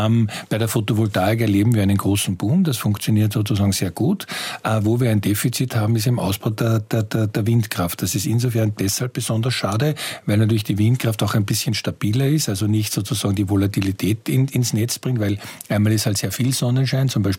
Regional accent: Austria; wir können uns als Österreicher

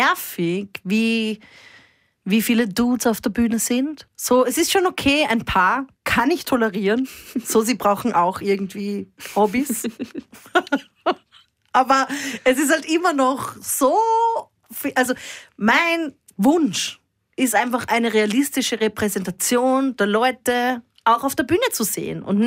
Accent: Upper Austria, Austria; Weißt du, ich komme aus Oberösterreich und mein Umfeld waren alle, die Musik machen, eigentlich immer nur Typen.

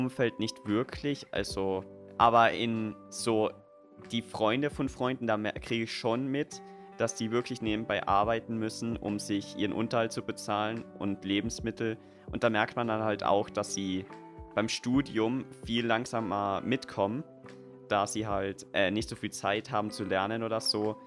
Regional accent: Tyrol, Austria; denn ich komme ja aus Osttirol, aber ich studiere ja in Kärnten.

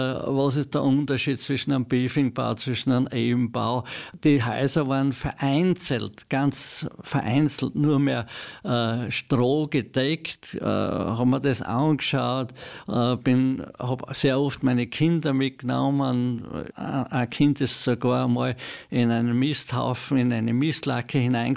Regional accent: Feldbach, Styria, Austria; Ich bin ja am Hauptplatz von Völbach aufgewachsen, in einem städtischen Bereich.

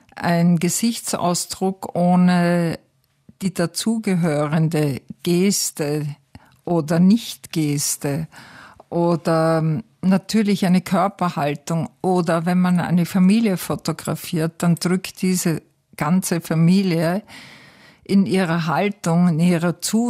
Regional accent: Haag am Hausruck, Upper Austria, Austria; also born or lived in Wels / Vorchdorf; Ich bin geboren in Wels, allerdings, glaube ich, habe ich mich dort als Neugeborenes bestenfalls 2 Tage oder 3 aufgehalten. Dann war es zuerst Haag am Hausruck und dann Forchdorf. Und dann wieder Haag am Hausruck.

